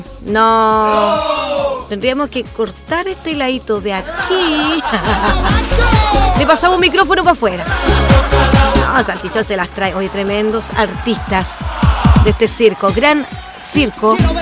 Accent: Chile; somos chilenos, por cierto.

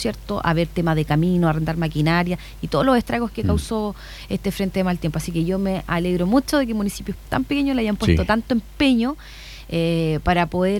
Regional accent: Chillán, Ñuble, Chile; que somos de acá, de Chillán, de una comuna más grande

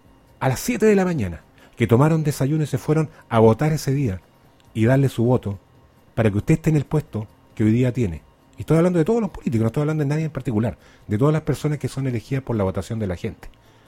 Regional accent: Chile; nosotros como chilenos

